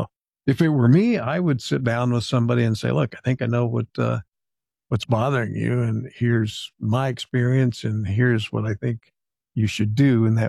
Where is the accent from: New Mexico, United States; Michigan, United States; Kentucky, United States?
New Mexico, United States; Los Alamos; luckily I grew up in Los Alamos, so there's canyons and mountains all around.